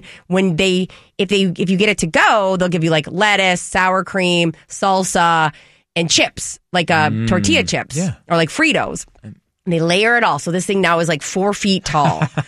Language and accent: English; North Dakota, United States; I'm from North Dakota, where we claim that we invented taco pizza. There was a time where I would talk about taco pizza here in Minnesota